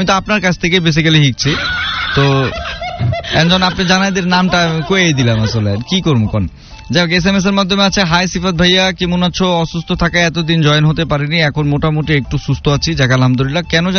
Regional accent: Dhaka, Dhaka Division, Bangladesh; আমার গ্রামের বাড়ি ভাই আমি পুরান ঢাকারই অরিজিনাল, আমার গ্রামের বাড়ি এটাই।

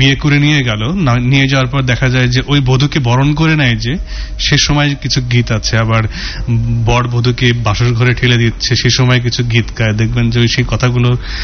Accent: Rajshahi Division, Bangladesh; আমার আসলে শৈশব কৈশোর কেটেছে বগুড়ার একটি গ্রামে। আমার যখন জন্ম এবং শৈশব, সে সময় আমার গ্রামে বিদ্যুৎও ছিল না

